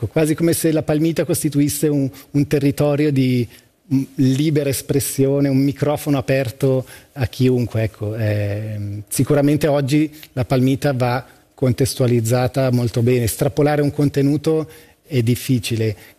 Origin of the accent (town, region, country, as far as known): Italian-speaking Switzerland, Switzerland